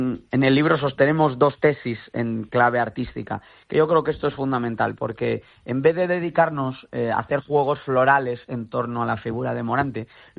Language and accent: Spanish; Santiago de Compostela, Galicia, Spain; Bueno, pues yo soy de Santiago de Compostela, por si acaso no he dado suficientes pistas con mi acento, ¿no?